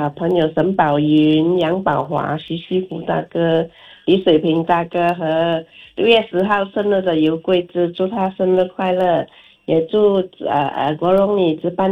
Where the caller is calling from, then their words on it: Shenzhen, Guangdong, China; 我是来自深圳芙蓉的